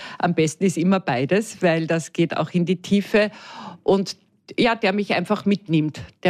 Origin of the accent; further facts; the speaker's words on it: Upper Austria, Austria; born there; Ich bin eben in der Fernsehära aufgewachsen und da gab es dann kein Kino. Das nächste Kino war 10 Kilometer weg, das war in Freistadt.